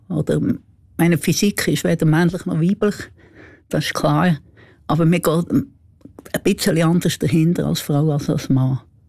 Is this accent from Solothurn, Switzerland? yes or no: yes; Solothurn, Switzerland; Ich bin zwar nicht Berner, ich bin Solothurner